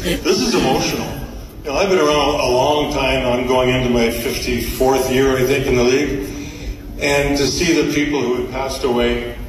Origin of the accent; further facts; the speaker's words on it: Calgary, Alberta, Canada; I remember when I grew up here in Calgary as a youngster, and I went to work for Safeway.